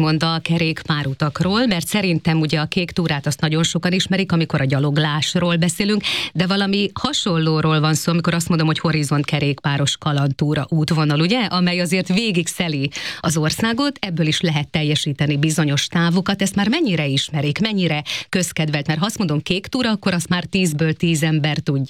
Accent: Great Hungarian Plain, Hungary; én alföldi lány vagyok

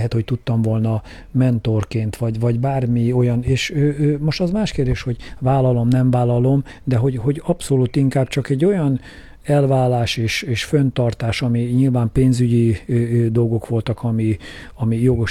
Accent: Kecskemét, Bács-Kiskun, Hungary; nem csak azért, mert itt születtem, ugye a városközpontban, itt nőttem fel az egyik városrészben, ugye a Széchenyi városba

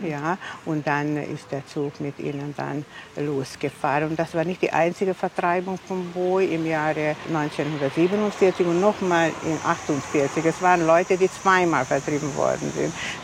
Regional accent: Liptód, Baranya, Hungary; now in Bóly, Hungary; Ich stamme aus Liptod, aus Litauen. Ja, ein ganz kleines Dorf in der Pranau, aber nicht weit von hier. Und ich lebe seit Jahrzehnten, seit über 40 Jahren jetzt schon hier in Buhl.

